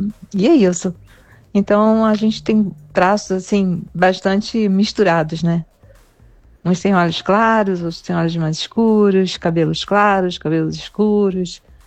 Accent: Rio de Janeiro, Brazil; born there; eu sou brasileira, nascida no Rio de Janeiro, capital, mas a minha família, por parte de pai, meus bisavós eram portugueses.

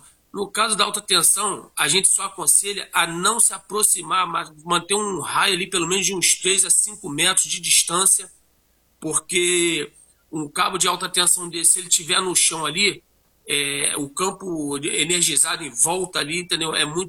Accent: Rio de Janeiro, Brazil; como bom brasileiro, carioca

